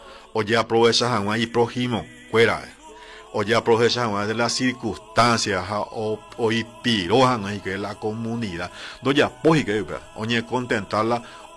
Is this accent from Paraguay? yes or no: yes; Carapeguá, Paraguarí, Paraguay; mi orgullo como carapegüeño y como paraguayo